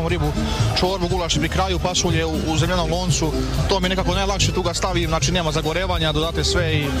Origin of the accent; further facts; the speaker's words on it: Valjevo, Šumadija and Western Serbia, Serbia; Dobar dan … dolazim iz Valjeva, ovdje sam treći put na ovoj manifestaciji.